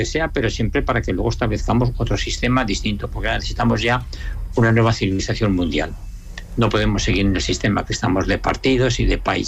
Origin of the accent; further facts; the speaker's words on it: Teruel, Aragon, Spain; now in Zaragoza, Spain; Sí, sí, sí, al final he vuelto a mi tierra. Después de recorrer media España, al final he vuelto a mi tierra.